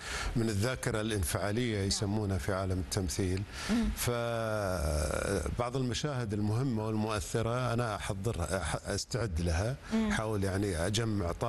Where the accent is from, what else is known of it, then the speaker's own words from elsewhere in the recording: Saudi Arabia; السينما عندنا في السعودية